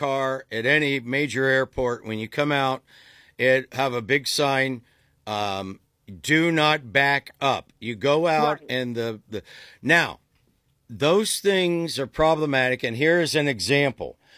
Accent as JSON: {"language": "English", "area": "Tuscarawas County", "region": "Ohio", "country": "United States", "tie": "born there", "said": "When I was born in Tuscarawas County"}